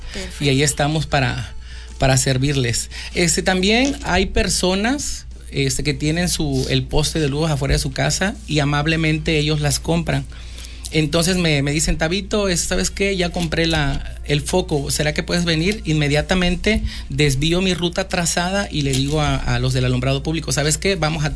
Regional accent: Mapastepec, Chiapas, Mexico; born there; yo soy de Mapastepec, soy nacido de Mapastepec. Vengo de una familia de buenos principios

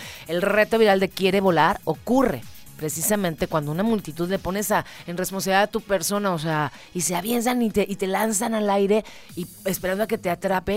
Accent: Mexico; Soy bien mexicana, ¿ok?

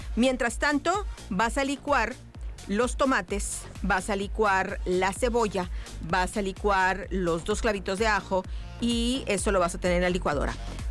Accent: Sonora, Mexico; como buena madre sonorense

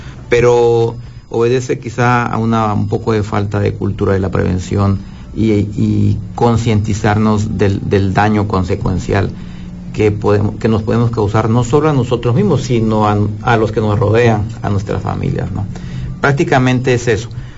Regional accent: Mexico; Pero tú sabes, como todo mexicano, pues nos vamos olvidando y dando prioridades

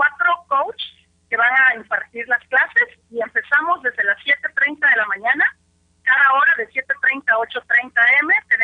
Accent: Tuxtla Gutiérrez, Chiapas, Mexico; Como bien lo dice nuestra amiga Vicky, vengo de Tuxtla Gutiérrez

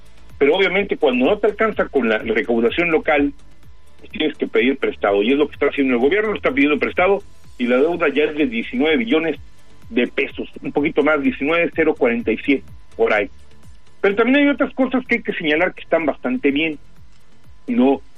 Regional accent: Mexico City, Mexico; born there; now in Tapachula, Mexico; yo nací en la Ciudad de México, y para ir a sacar un acta de nacimiento, imagínese, trasladarme desde Tapachula hasta la Ciudad de México

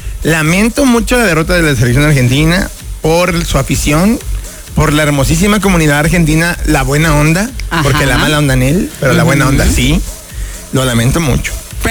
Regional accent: Mexico; Como mexicanos, nos hemos visto humillados millones de veces y siempre damos la cara por nuestro país.

